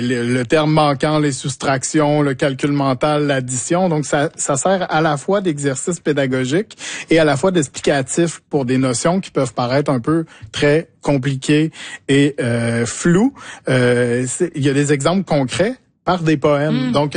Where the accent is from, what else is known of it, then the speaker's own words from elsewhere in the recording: Quebec, Canada; Je viens de l'Estrie, je viens des champs, je viens de la forêt. Et bon, mes parents ne sont pas agriculteurs, mais c'est tout comme.